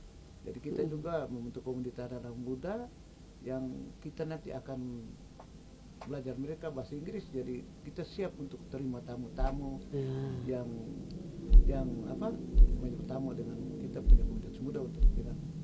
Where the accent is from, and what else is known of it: Maluku, Indonesia; accent: Latuhalat dialect